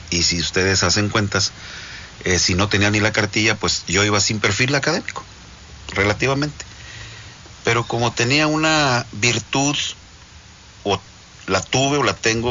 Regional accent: Hidalgo, Tamaulipas, Mexico; Yo nací en Hidalgo, Tamaulipas, termino la secundaria

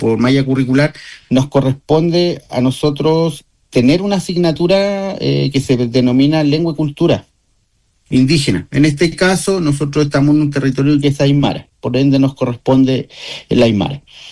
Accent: Talca, Maule, Chile; moved away as an adult; also born or lived in María Elena; now in Quillagua, Chile; De Talca y yo llegué el año 2013 a la comuna de María Elena a trabajar. Y ahí ejercí hasta el año 2023.

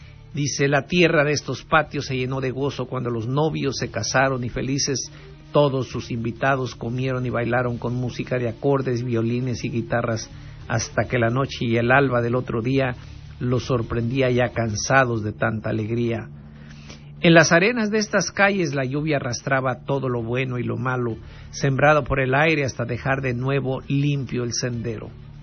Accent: Vallecitos de Zaragoza, Guerrero, Mexico; de mi pueblo, de Vallecitos de Zaragoza, allá en lo alto de la sierra de Zihuatanejo. Estamos a una hora de distancia.

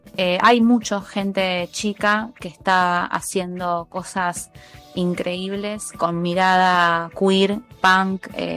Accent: Buenos Aires, Argentina; soy porteña, soy de Buenos Aires, de la capital. Actualmente vivo en Boedo, que es lo más porteño que hay.

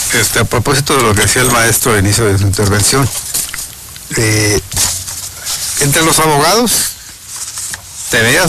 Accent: Mexico

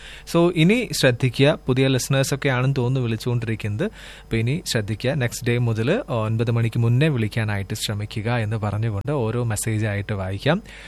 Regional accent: Kinassery, Kerala, India; ഈ വരുന്ന 26-ാം തീയതി ഞങ്ങളുടെ നാട്ടിൽ കിനാശേരി പുലരി കലാസമിതി ആൻഡ് ഗ്രന്ഥശാല

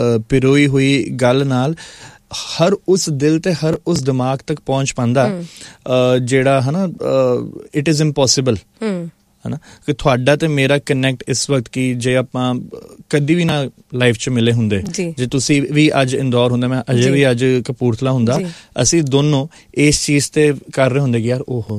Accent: Jalandhar, Punjab, India; ਅਸੀਂ ਜਲੰਧਰ ਦੇ ਆ

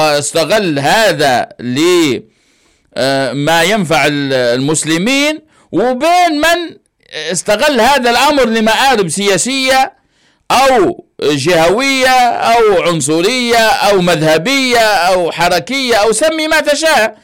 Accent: Libya; احنا في ليبيا

